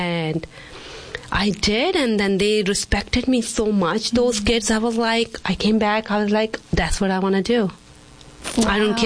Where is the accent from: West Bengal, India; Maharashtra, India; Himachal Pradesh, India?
Himachal Pradesh, India; Dalhousie; moved away as an adult; now in Yuma, Arizona, United States; It's up in the foothill of Himalayas, Dalhousie. It's north part of the India, up mountains, and it's a very beautiful town, and they call it the mini Switzerland. So it's a lot of rivers, wow, snow, and all the four seasons.